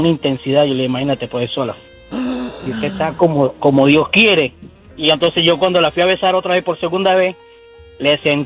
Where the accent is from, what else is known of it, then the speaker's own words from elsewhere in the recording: Venezuela; now in Chicago, United States; Yo soy venezolano.